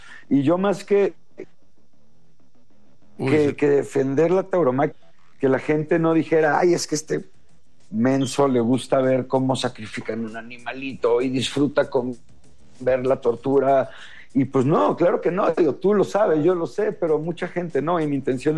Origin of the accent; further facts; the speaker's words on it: Mexico; que no tengamos que esperar como mexicanos